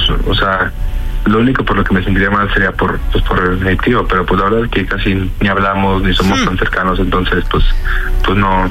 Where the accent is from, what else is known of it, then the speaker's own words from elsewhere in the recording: Naucalpan, State of Mexico, Mexico; Soy de aquí, de Naucalpan.